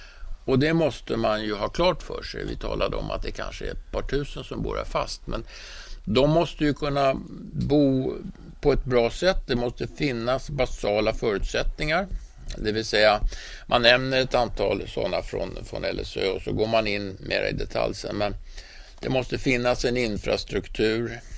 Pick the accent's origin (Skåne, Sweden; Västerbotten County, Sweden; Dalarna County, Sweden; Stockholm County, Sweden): Stockholm County, Sweden; Stockholm; also born or lived in Tyresö; Men jag är uppväxt på Kungsholmen, där han ju bodde tillsammans med sin pappa och så. Och jag har gått i Kungsholms gymnasium. Jag har också bott i kollektivhuset på John Erikssonsgatan 6